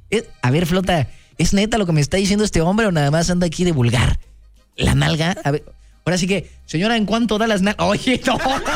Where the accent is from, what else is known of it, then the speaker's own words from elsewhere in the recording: Córdoba, Veracruz, Mexico; moved away; yo que soy de allá de Cordobaches